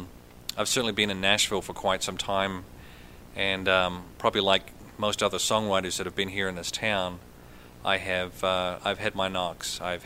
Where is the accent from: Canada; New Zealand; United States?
New Zealand; born or raised there